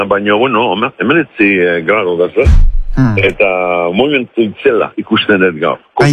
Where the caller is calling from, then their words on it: Ermua, Basque Country, Spain